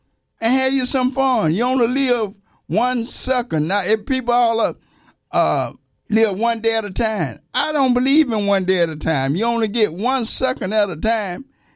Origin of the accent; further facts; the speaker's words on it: Orlando, Florida, United States; also born or lived in St. Cloud, Florida; So, when we got to Orlando, Florida base, my mother says that there was the perfect place to raise kids that she wasn't going to go anywhere else.